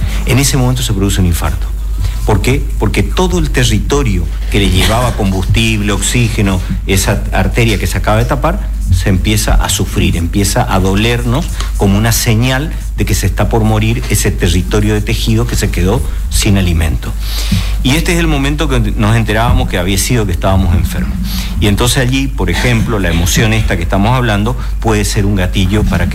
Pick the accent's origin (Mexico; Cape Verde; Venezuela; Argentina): Argentina; nos llaman como argentinos